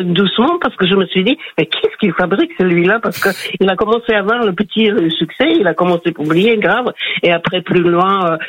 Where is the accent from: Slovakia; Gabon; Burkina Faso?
Slovakia; French is a second language; moved away as an adult; now in France; j'avais mon diplôme de mon pays d'origine de la faculté de FFUK, de l'université de Comenius